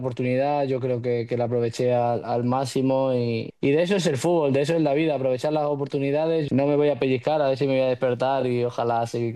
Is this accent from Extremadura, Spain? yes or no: yes; Extremadura, Spain; vuestro chico de Extremadura seguirá siendo extremeño y lo llevaré con mucho orgullo